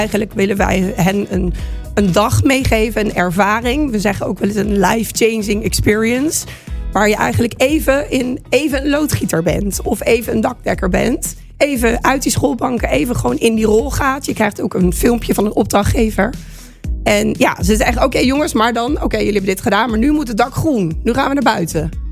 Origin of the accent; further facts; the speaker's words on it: Rotterdam, South Holland, Netherlands; moved away as an adult; now in Aarlanderveen, Netherlands; ik ben stadse, ik ben een Rotterdammer, ik ben verhuisd naar Aarlanderveen, een dorp.